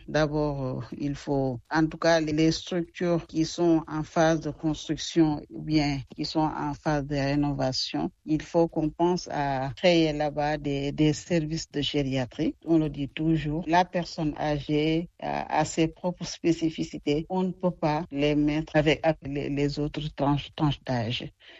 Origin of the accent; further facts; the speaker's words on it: Senegal; Mais ici, chez nous au Sénégal